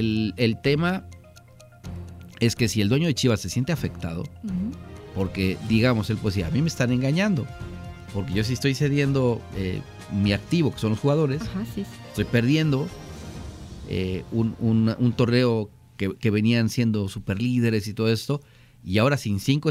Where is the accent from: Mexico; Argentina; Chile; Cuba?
Mexico; como somos los mexicanos